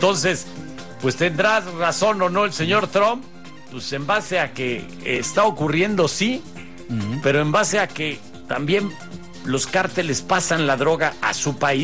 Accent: Mexico

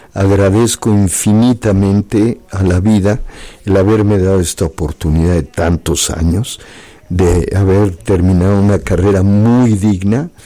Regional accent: Mexico; yo le decía

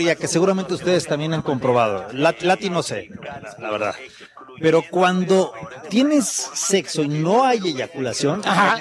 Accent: Mexico City, Mexico; Yo soy chilango de Coyoacán.

